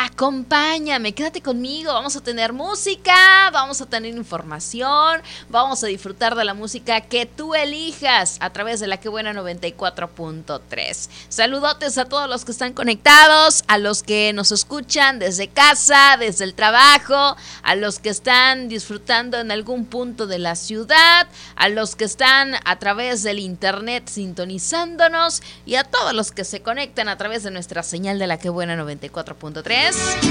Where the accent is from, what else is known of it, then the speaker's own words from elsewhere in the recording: Mexico; somos mexicanos